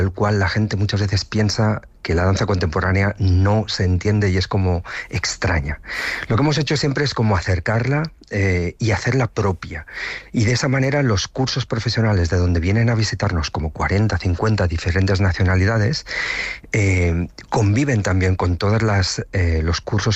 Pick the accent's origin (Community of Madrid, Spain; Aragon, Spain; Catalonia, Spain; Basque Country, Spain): Catalonia, Spain; Tortosa; todo el proyecto empezó aquí en Tortosa, que en realidad es mi ciudad natal